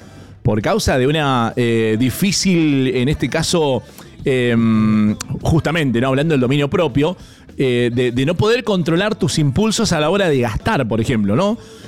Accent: Argentina

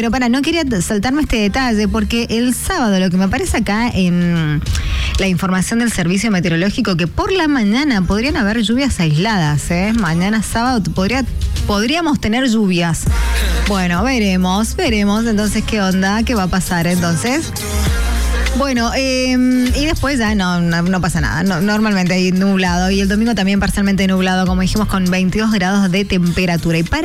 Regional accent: Mendoza, Argentina; accent: Mendocino tonadita; nosotros somos de Mendoza, somos mendocinos, por si no se nos nota, seguramente que sí, porque dicen que los mendocinos tenemos un cantito, yo no me lo noto, sinceramente no noto el cantito mendocino

